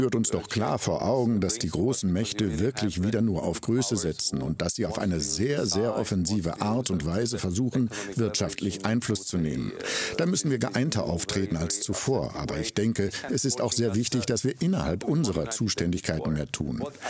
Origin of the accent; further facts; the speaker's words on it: Slovakia; Und Sie verstehen, ich komme aus der Slowakei, ich weiß, wie wichtig die Automobilindustrie ist.